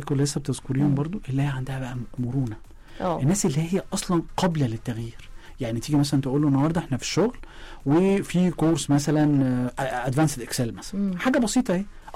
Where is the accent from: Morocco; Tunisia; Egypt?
Egypt; احنا كمصريين نحب قوي الحكاوي